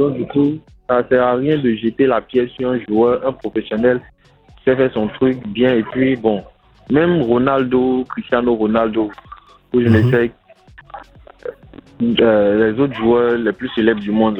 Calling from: Port-Bouët, Abidjan, Côte d’Ivoire; De Port-Bouy.

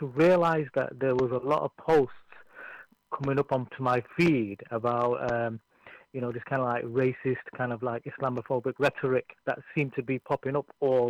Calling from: Manchester, North West England, United Kingdom; Yeah, I'm speaking from Manchester today.

